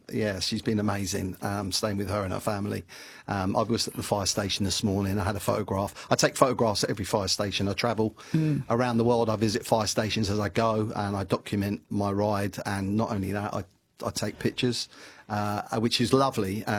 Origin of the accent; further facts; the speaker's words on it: London, United Kingdom; because I'm a Londoner, I kind of have to have a little sniff around and have a little look.